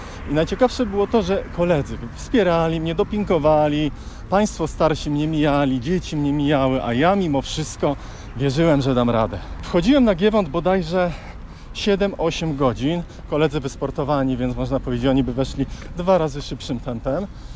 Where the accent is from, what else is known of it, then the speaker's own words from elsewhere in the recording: Łódź, Łódź Voivodeship, Poland; mam 36 lat, urodziłem się w Łodzi, od zawsze mieszkam w Łodzi. Były to różne rewiry, początkowo Dąbrowa w ramach dzielnicy górnej. Obecnie mieszkam na Bałutach od roku czasu z moją ukochaną narzeczoną.